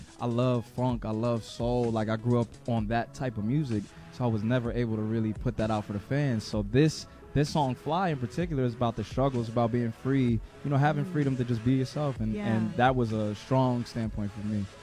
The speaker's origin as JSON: {"language": "English", "region": "New Jersey", "country": "United States", "tie": "born or raised there", "said": "I'm from New Jersey."}